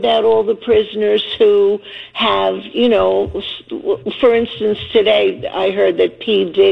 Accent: New York, United States; now in Florida, United States; Oh, I'm originally from New York, so it's very different here.

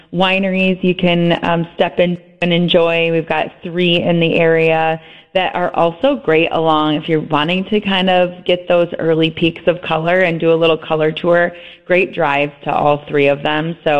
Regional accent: Michigan, United States; I'm born and raised in Michigan, so I knew exactly what you're talking about

